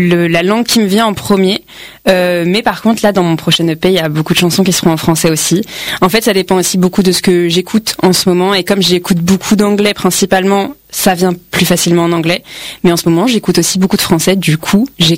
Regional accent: Herblay, Île-de-France, France; now in Paris, France; j'ai passé toute ma vie à Herblay.

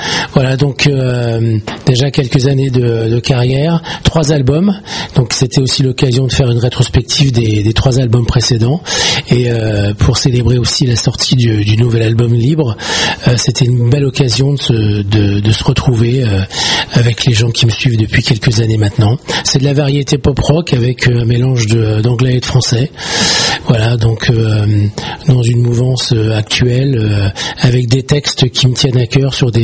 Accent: Saint-Leu-la-Forêt, Île-de-France, France; je viens de Saint-Leu-la-Forêt.

